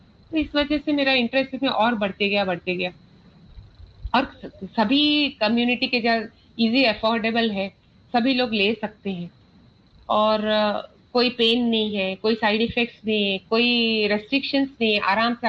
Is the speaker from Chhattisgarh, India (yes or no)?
yes; Raipur, Chhattisgarh, India; मैं छत्तीसगढ़ रायपुर से हूँ, तो वहाँ पे PMT एग्ज़ाम होती है मेडिसिन के लिए।